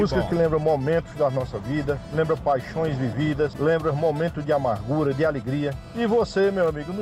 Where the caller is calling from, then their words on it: Garanhuns, Pernambuco, Brazil; de Garanhuns.